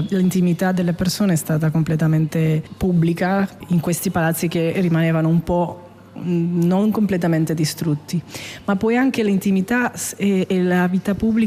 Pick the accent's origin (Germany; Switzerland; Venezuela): Venezuela; Italian is a second language; del mio paese senza anche parlare di questa tragedia che abbiamo vissuto in Venezuela